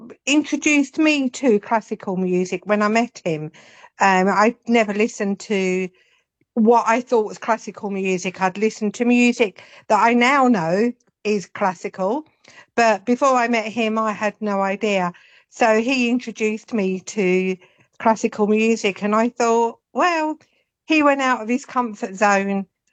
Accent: London, United Kingdom; accent: London accent; Cockney; moved away as an adult; now in Aberdeen, United Kingdom; I'm a definite Londoner. I was born in Whitechapel, so a true Cockney.

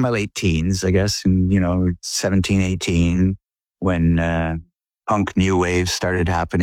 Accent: Montreal, Quebec, Canada; I grew up in Montreal, and that was always a very big progressive rock music city.

